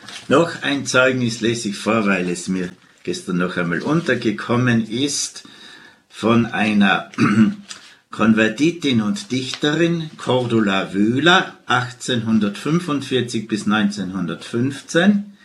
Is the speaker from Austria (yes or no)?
yes; Hall, Tyrol, Austria; In meiner Heimatstadt Hall war ein Prediger, der aus der Schweiz gekommen ist, auf die Kanzel der Stadtpfarrkirche gestiegen